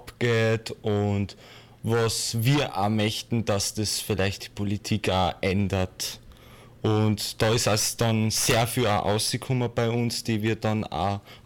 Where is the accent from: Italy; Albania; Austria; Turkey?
Austria; Upper Austria; Ich komme zum Beispiel aus Monse und ich müsste dann wieder extra dafür zahlen, dass ich dann zu mir heimkomme.